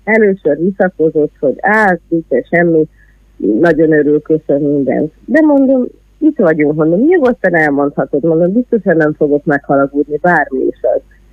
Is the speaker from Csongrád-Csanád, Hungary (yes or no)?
no; Debrecen, Hajdú-Bihar, Hungary; Debreceniként